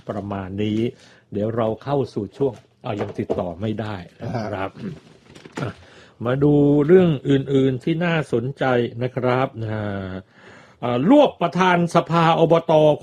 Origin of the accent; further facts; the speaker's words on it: Bangkok, Thailand; พร้อมขบวนแห่สิงโตนะเราคนกรุงเทพไม่มีความสามารถในการแกะเทียนไงก็ต้องเอาสิงโต